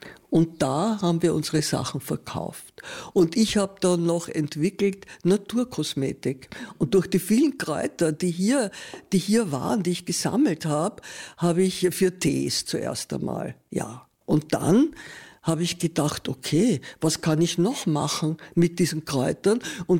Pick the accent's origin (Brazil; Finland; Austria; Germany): Austria; Vienna; moved away as an adult; now in Styria, Austria; Und ich bin von Wien gekommen und habe dort bis zu meinem 37. Lebensjahr gelebt.